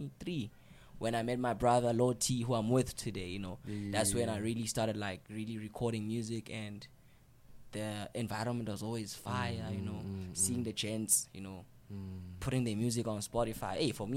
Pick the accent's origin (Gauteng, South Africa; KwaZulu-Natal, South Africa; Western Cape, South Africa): Gauteng, South Africa; also born or lived in Vosloorus; now in Alberton, South Africa; … is a young nigga from the East Rand, you know. I was born in Fort Loras, grew up in Sprayview, but currently residing in Alberton Brecon Downs.